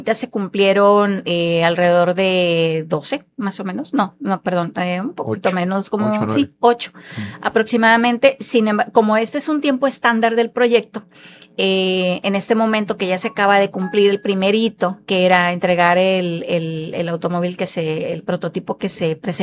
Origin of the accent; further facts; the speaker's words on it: Tampico, Tamaulipas, Mexico; moved away as an adult; also born or lived in Paraíso, Tabasco / Comalcalco, Tabasco; now in Villahermosa, Mexico; hija adoptada de Tabasco, ya llevo aquí más de 20 años. Originalmente soy de Tampico, Tamaulipas.